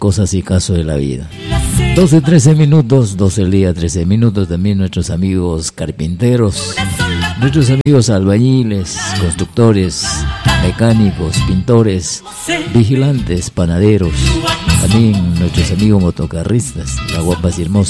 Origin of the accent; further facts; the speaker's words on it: Peru; y como buenos peruanos, siempre orgullosos de difundir nuestra música